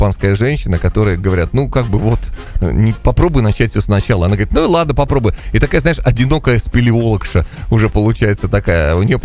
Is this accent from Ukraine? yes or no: no; Latvia; Мы выросли, ну, выросли вот в Латвии